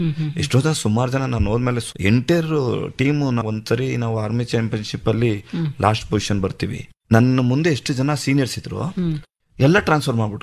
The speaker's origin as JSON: {"language": "Kannada", "region": "Karnataka", "country": "India", "said": "ಮೊಟ್ಟ ಮೊದಲಿಗ ಕನ್ನಡಿಗ ಅಂತ ಹೇಳ್ಬೋದು."}